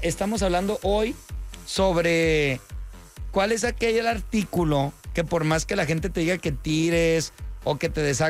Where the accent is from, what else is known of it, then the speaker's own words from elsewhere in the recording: southern Mexico, Mexico; Yo vengo del sur de México, de donde sea que estés de tu estado, mi hermano.